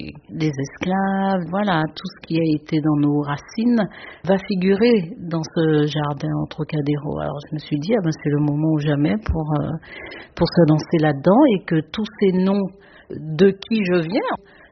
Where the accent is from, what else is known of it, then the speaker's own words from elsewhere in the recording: Guadeloupe; je viens de la Guadeloupe.